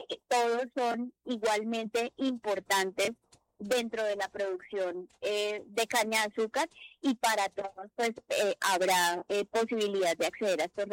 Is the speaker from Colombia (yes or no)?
yes; Ibagué, Tolima, Colombia; born there; el Tolima es de donde yo vengo, es mi lugar de procedencia. Yo nací en Ibagué